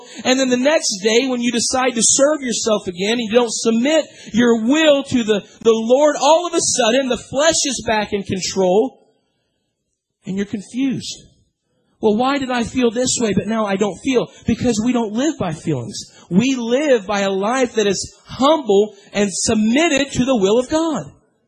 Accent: United States; As an American citizen

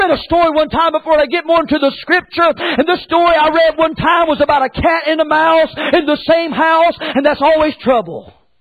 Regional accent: North Carolina, United States; I'm from North Carolina. We have woods there.

